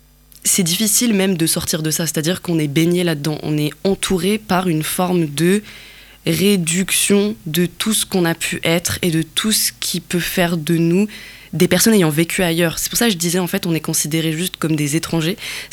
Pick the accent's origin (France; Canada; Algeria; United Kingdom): Algeria; Kabylie; moved away; je suis kabyle, j'ai grandi en Algérie, et je suis amazigh, comme je suis kabyle, et aussi, j'ai vécu la migration